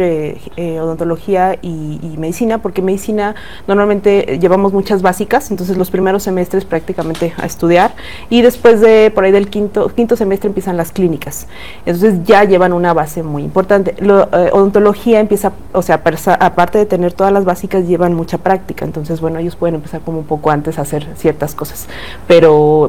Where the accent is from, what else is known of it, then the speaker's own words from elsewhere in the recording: Querétaro, Mexico; Sí, porque está, o sea, los que somos queretanos, estas lluvias son atípicas